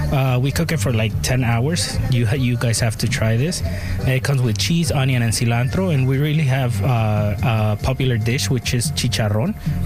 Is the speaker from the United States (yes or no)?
no; Mexico; now in London, Canada; Yeah, so we are from Mexico. I ended up here because of safety reasons.